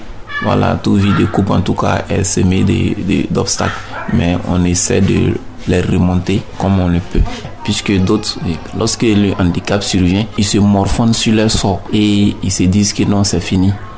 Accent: Burkina Faso; C'est parce que chez nous, au Burkina, on ne sait pas

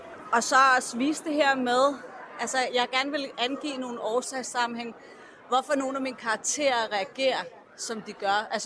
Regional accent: Copenhagen, Capital Region of Denmark, Denmark; Det er jeg. Er fra Vesterbro.

